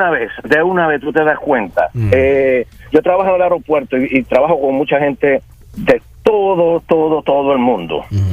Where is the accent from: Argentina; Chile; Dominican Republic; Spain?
Dominican Republic; Yo soy dominicano, sí.